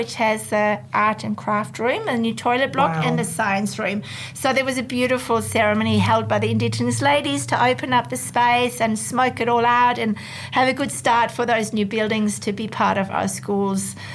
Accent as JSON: {"language": "English", "country": "Germany", "accent": "German", "moved": "as an adult", "lives_now": "Alice Springs, Australia", "said": "I've been here for 26 years. I'm from Germany myself."}